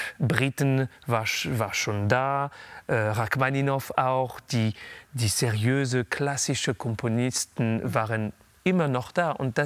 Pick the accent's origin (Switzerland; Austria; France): France; German is a second language; Also es ist meine Muttersprache und ich bin ein bisschen bekommen ein Spezialist von der französischen Repertoire. Vielleicht, weil ich bin Franzose auch